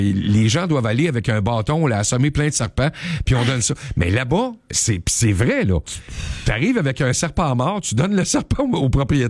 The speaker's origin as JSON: {"language": "French", "region": "Quebec", "country": "Canada", "said": "Vous êtes en vacances chez nous en Outaouais."}